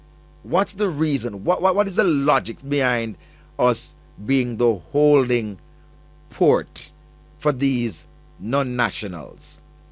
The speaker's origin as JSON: {"language": "English", "country": "Jamaica", "said": "As a Jamaican, you cannot be denied entry into Jamaica by Jamaican authority."}